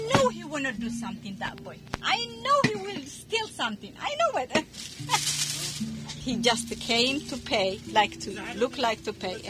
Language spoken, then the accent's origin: English; Eritrea; English is a second language; now in United States